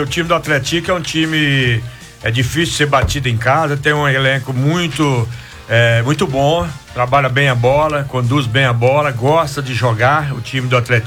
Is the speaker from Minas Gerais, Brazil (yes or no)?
no; Goiás, Brazil